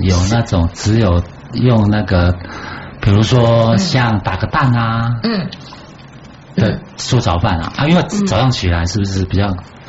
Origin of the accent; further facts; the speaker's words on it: Taiwan; 其实我们台湾人比较熟的就是黄味噌